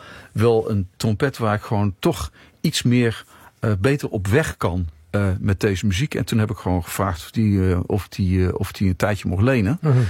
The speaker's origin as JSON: {"language": "Dutch", "region": "North Brabant", "country": "Netherlands", "also_born_or_lived": "Rotterdam", "moved": "as an adult", "said": "Ik kwam echt extra uit Brabant zo naar de grote stad."}